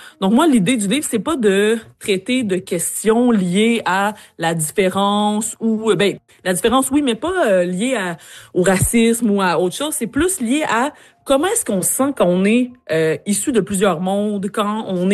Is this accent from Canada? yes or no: yes; Ascot Corner, Quebec, Canada; also born or lived in Madagascar / India; moi, je viens de Ascot Corner, je viens de Majenga à Madagascar, je viens de Bejuka en Inde, puis je me retrouve en Madagascar